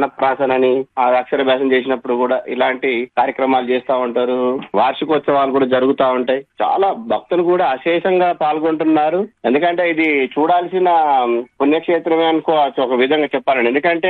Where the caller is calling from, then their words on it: Rampuram, Telangana, India; మాది భద్రాద్రి కొత్తగూడెం జిల్లా రాంపురం గ్రామం.